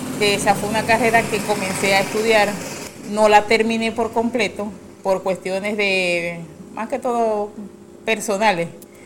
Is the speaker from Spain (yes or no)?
no; Maracaibo, Zulia, Venezuela; born or raised there; now in Arauquita, Colombia